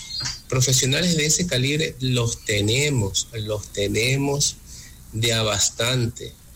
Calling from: Ecuador

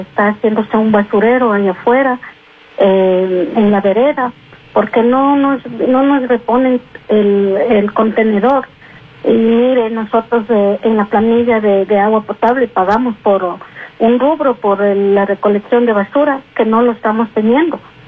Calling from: Quito, Pichincha, Ecuador; yo le llamo de Calderón, de la calle Punín.

